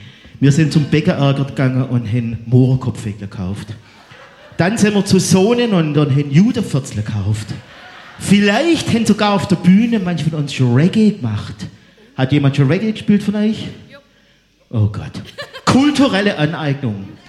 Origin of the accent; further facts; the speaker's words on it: Sulzbach, Baden-Württemberg, Germany; und jetzt gehen wir nach Sulzbach, wo ich aufgewachsen bin, und wir gehen jetzt zurück, Anfang des 70er Jahre